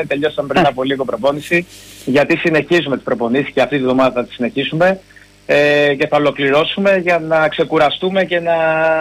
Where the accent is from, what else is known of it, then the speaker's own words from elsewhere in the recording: Greece; μεγάλωσα στον Άγιο Θωμά, καθώς είμαι και από την περιοχή.